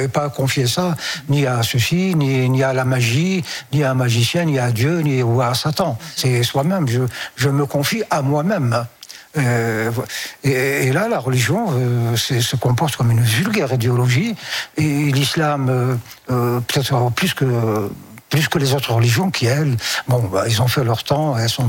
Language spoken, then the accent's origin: French; Algeria; Je suis algérien.